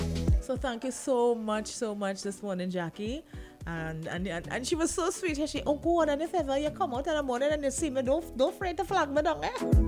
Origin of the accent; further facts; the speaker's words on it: Trinidad & Tobago; I love my country. I love being a Trinidadian.